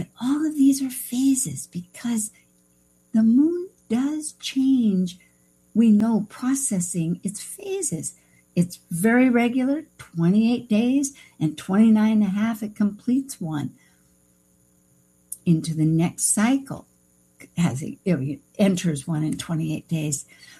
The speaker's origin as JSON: {"language": "English", "town": "San Francisco", "region": "California", "country": "United States", "tie": "born there", "also_born_or_lived": "US West Coast", "said": "I was born in San Francisco, but I lived all up and down the West Coast and I traveled other places."}